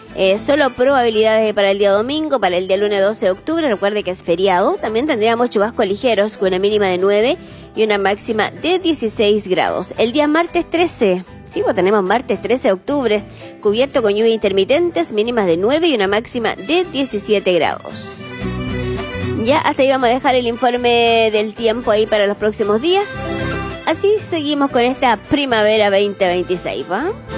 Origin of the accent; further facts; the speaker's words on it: Potrero Grande, Maule, Chile; yo soy de Potrero Grande, altura de Longaví